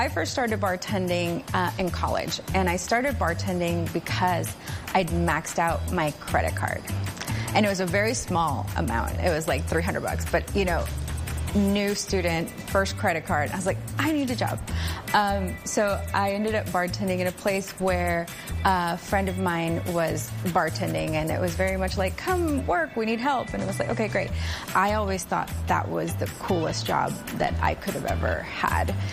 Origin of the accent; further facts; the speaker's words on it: Monterrey, Nuevo León, Mexico; now in United States; I am from Monterrey, Nuevo León, and my family also comes from San Luis Potosí, what is probably the northern-ish part of Mexico. We were part of the 1986 immigration reform